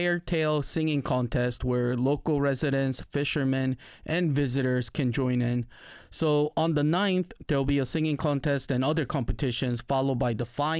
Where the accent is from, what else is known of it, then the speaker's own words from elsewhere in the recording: Seogwipo, Jeju, South Korea; my hometown is Seogipo.